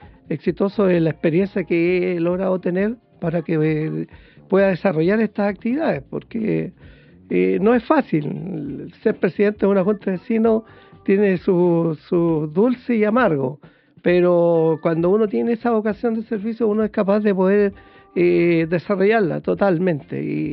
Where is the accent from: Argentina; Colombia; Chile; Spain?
Chile; Potrerillos, Atacama; born there; also born or lived in La Serena; now in Vicuña, Chile; Mire, nací en Potrerillos.